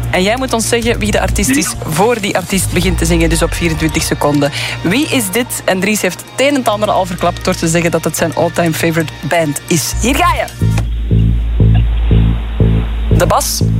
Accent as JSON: {"language": "Dutch", "country": "Belgium"}